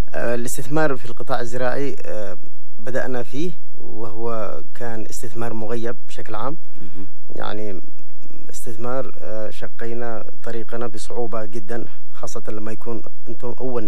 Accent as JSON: {"language": "Arabic", "country": "Yemen", "said": "فبطبيعتنا إحنا كيمنيين، إحنا مجتمع زراعي،"}